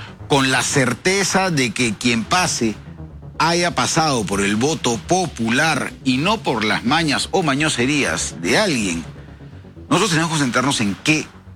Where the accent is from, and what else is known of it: Peru